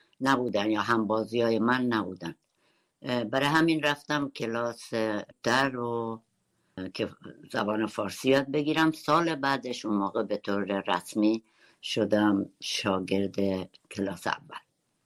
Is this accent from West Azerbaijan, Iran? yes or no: yes; Urmia, West Azerbaijan, Iran; first language Kurdish; Persian is a second language; also born or lived in Solduz, Naqadeh County; در شهر ارومیه بزرگ شدم، همونجا درس خوندم، هم دبستان و هم دبیرستان. البته من کلاس اول رو یکمی زودتر از بقیه شروع کردم، دلیلش هم این بود که زبان فارسی بلد نبودم. ما خونه کردی حرف می زدیم